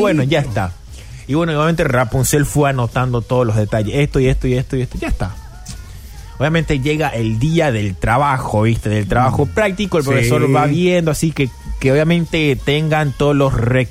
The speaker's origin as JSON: {"language": "Spanish", "country": "Paraguay", "also_born_or_lived": "Brazil", "said": "Yo soy paraguayo."}